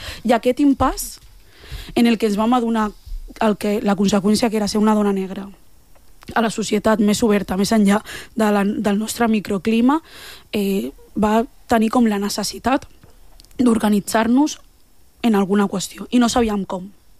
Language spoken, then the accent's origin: Catalan; L'Hospitalet de Llobregat, Catalonia, Spain; com a dones negres d'Hospitalet, que no, que som de Hospi